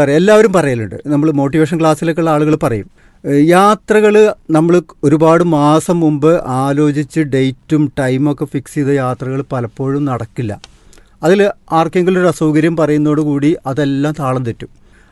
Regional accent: Angadipuram, Kerala, India

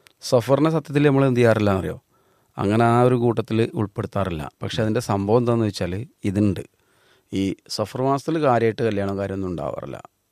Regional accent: Malappuram, Kerala, India

